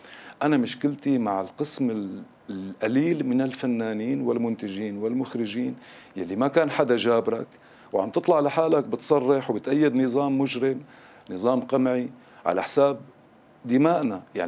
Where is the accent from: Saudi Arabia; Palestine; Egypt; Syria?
Syria; لنظام يعني لنظام بيشبهنا نحن كسوريين، قدمنا كل هاي التضحيات لحتى نحن نرتقي ببلدنا لمكان بيشبهنا ومكان جميل.